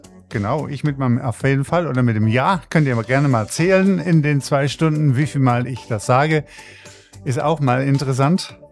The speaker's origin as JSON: {"language": "German", "region": "Hesse", "country": "Germany", "said": "ich bin ja ein Hesse, ich komme ja aus Hessen. Und ja, da babbelt man eben halt."}